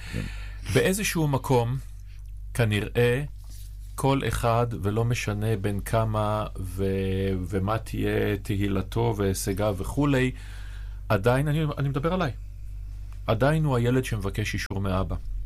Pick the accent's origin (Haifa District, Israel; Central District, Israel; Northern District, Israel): Haifa District, Israel; Haifa; ואני גדלתי בחיפה, שזה אומנם הכרמל, אבל זו מדינה שונה מאוד מזו של היום.